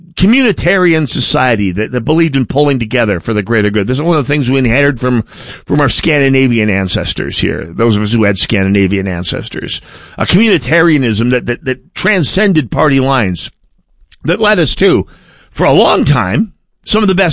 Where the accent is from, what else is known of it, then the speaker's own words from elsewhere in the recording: North Dakota, United States; moved away as an adult; now in Minnesota, United States; I'm from North Dakota. And about the same time in our lives, after we got out of college in our early 20s, as adults, we decided of our own free will to move to Minnesota.